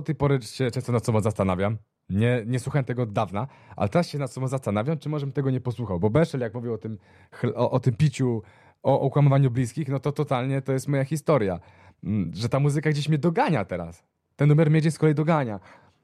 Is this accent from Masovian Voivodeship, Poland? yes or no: yes; Warsaw, Masovian Voivodeship, Poland; Ja jestem z Mokotowa. Na Mokotowie po prostu … działali.